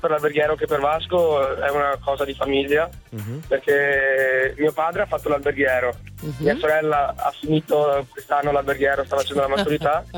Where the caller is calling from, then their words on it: Treviso, Veneto, Italy; Da Treviso.